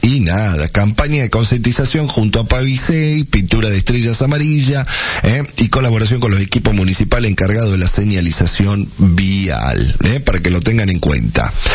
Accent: Argentina; en Argentina somos todos morbosos

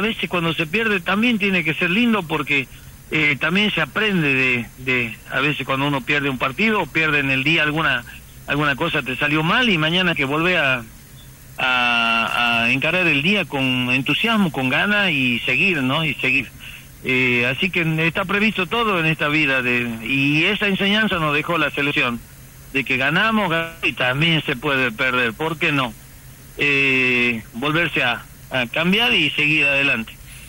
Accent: Argentina; sigamos diciendo que somos argentinos.

